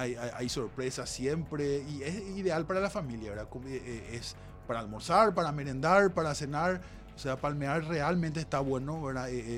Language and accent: Spanish; Paraguay; nosotros todos los paraguayos